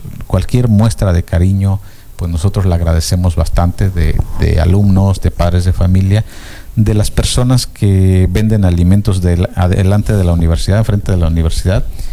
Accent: Tlanchinol, Hidalgo, Mexico; Yo soy de Tlanchinol.

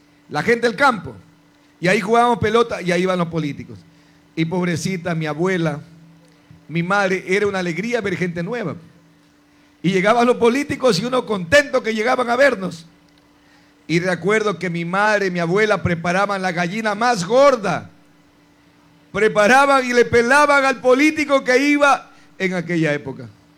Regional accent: Bellavista parish, El Oro, Ecuador; moved away as an adult; now in Machala, Ecuador; 50 años viví en el campo. Los últimos 20 años en la parroquia Bellavista. Soy hijo con mucha honra de campesinos. Hace 6 años vivo en Machala.

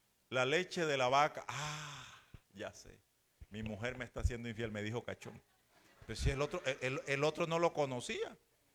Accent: Bolívar, Colombia; en la región donde yo soy, sur de Bolívar

